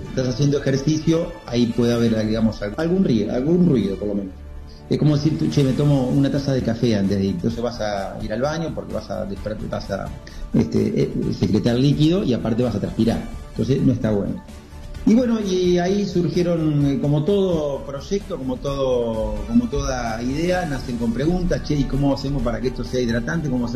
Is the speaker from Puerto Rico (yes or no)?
no; San Pedro, Argentina; soy de San Pedro, como bien dijiste, me gusta mucho el deporte